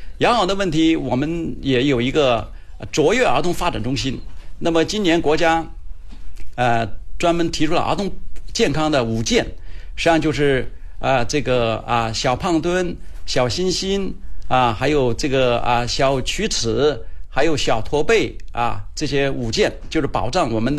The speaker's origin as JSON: {"language": "Chinese", "town": "Foshan", "region": "Guangdong", "country": "China", "said": "所以我们佛山人应该还是想生啊，爱生敢生"}